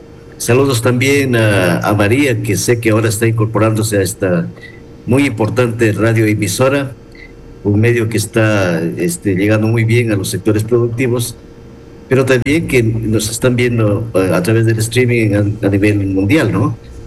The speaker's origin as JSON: {"language": "Spanish", "region": "Loja", "country": "Ecuador", "moved": "as an adult", "lives_now": "Nangaritza, Ecuador", "said": "porque nosotros, la mayor parte de los que estamos habitando allá, provenimos de la provincia de Loja, también hay familias de la provincia de La Suay, pero la mayoría estamos de la provincia de Loja."}